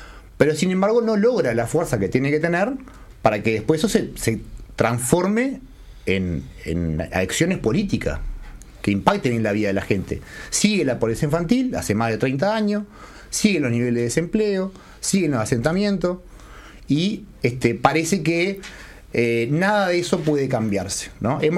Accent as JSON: {"language": "Spanish", "country": "Uruguay", "said": "nosotros como los uruguayos"}